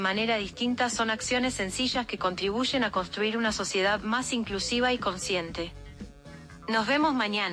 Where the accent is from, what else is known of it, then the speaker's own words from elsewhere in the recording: Argentina; la argentina más mexicana.